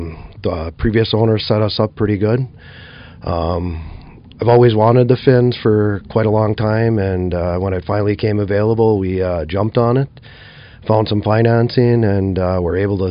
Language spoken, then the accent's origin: English; Skanee, Michigan, United States; I'm from Skaney, Michigan. My wife and I bought Finn's about 3 years ago. We both grew up in the area, and I was born and raised about 2 miles away.